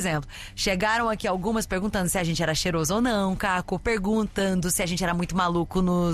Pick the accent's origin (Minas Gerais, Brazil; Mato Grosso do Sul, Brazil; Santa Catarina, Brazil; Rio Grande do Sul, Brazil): Minas Gerais, Brazil; Na minha terra, em Minas Gerais, tem lugares que falam carne de panela.